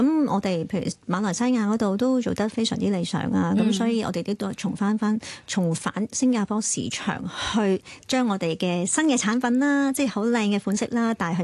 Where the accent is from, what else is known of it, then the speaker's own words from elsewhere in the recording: Hong Kong; 我哋香港人